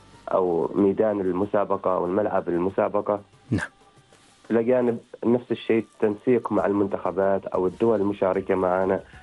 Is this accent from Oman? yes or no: yes; Oman; معنا في السلطنة